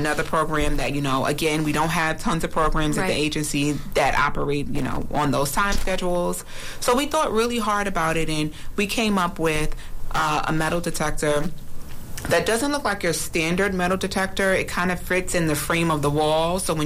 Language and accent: English; New York City, New York, United States; I'm from Brooklyn.